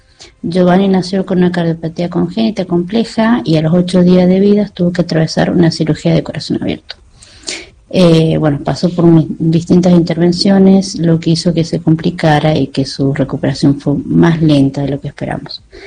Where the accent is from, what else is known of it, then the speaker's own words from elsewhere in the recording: San Luis, Argentina; moved away as an adult; now in Buenos Aires, Argentina; somos de San Luis, estamos acá, tenemos un hijo en San Luis que tiene 14 años, Jordán.